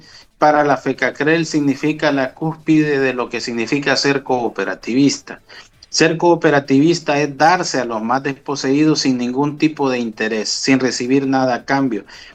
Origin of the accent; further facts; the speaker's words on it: Honduras; lo hacemos porque somos buenos cristianos, lo hacemos porque somos buenos hondureños